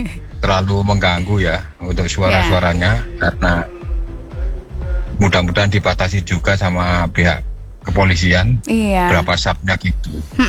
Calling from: East Java, Indonesia; saya warga Kalisongo, cuma yang bawah

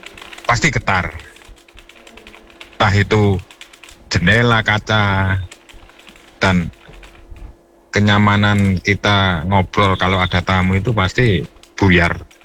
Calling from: East Java, Indonesia

